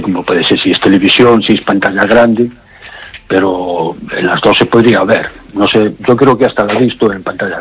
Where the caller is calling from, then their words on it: A Coruña, Galicia, Spain; De Coruña, sí.